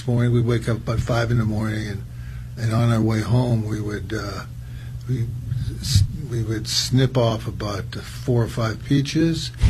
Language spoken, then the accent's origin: English; California, United States; Where I grew up in the South Bay